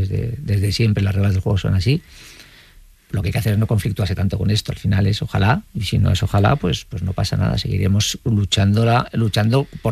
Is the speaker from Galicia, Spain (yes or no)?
no; Vitoria-Gasteiz, Basque Country, Spain; pero donde viví toda mi infancia, hasta que me marché de casa, que estaba en un barrio obrero en Zaramaga